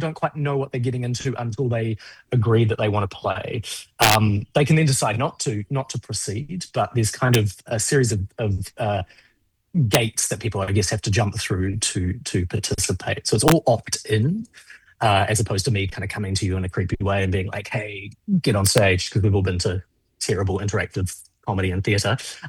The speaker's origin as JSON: {"language": "English", "country": "New Zealand", "tie": "born or raised there"}